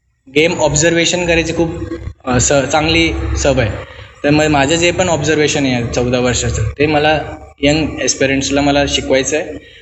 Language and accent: Marathi; Sherpur, Maharashtra, India; जेव्हा मी लहान होतो ना तेव्हा आधी व्हायची तर त्या ज्या मॅचेस होत्या त्या आमच्या गाव शेरपूरला आहे झाल्या होत्या.